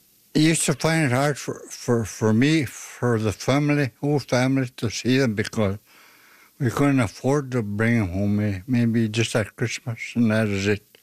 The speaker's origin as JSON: {"language": "English", "town": "Fisher River", "region": "Manitoba", "country": "Canada", "said": "I'm from Fisher River."}